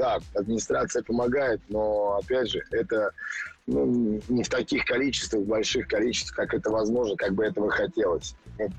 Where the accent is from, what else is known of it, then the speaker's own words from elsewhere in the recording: Moscow, Russia; also born or lived in Mozhaysk; Я рос в Москве, у меня родители учились, работали в Москве, я рос, в принципе, в Москве до 3 лет, я был в Можайске. Бабушки меня немножко воспитывали, потом я рос в Москве.